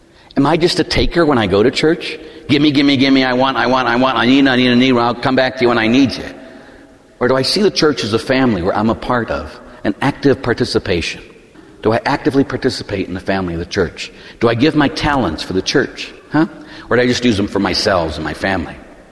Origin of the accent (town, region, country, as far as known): Pittsburgh, Pennsylvania, United States; born or raised there